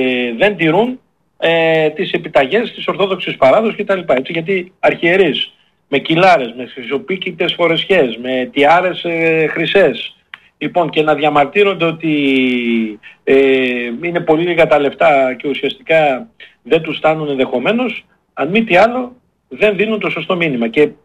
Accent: Florina, Western Macedonia, Greece; όταν ήμουν μικρό στη Φλόρινα

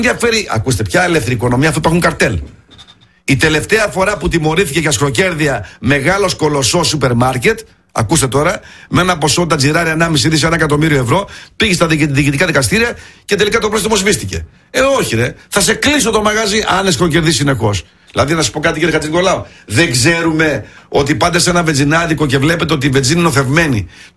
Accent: Germany; now in Greece; εγώ μεγάλωσα στη Γερμανία, γνωρίζω τη Γερμανία αρκετά καλά

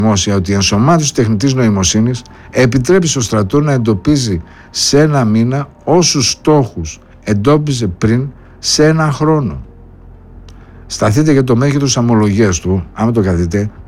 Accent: Greece; εγώ είμαι Έλληνας. Στην Ελλάδα ζω.

